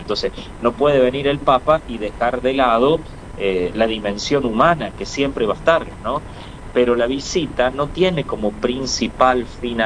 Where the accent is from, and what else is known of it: Argentina; now in Oberá, Argentina